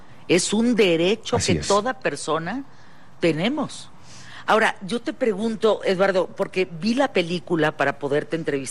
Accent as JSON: {"language": "Spanish", "country": "Mexico", "said": "cuando todos somos mexicanos"}